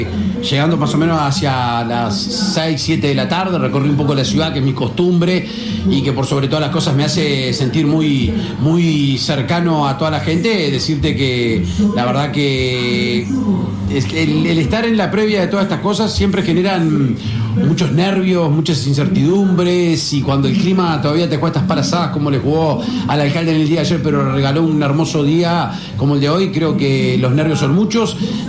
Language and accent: Spanish; Río Branco, Cerro Largo, Uruguay; en realidad es mi pueblo, es mi, obviamente que es mi tierra, es donde hice mis primeros pasos.